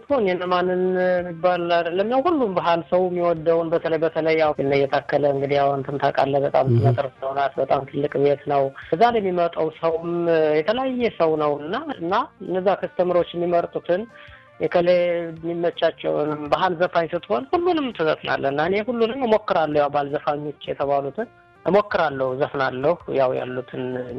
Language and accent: Amharic; Amhara, Ethiopia; also born or lived in Gondar; በእርግጥ የተወለድኩት ወደ ጎጃም አካባቢ ነው እና እዛም በነበርኩበት ጊዜም ያው ምንም አይነት ልምዱ ባይኖረኝም የሙዚቃ ግን ተፈጥሮ እንደዚህ ሰርግም ሲሆን ምንም ሲሆን ይሞክር ነበር፣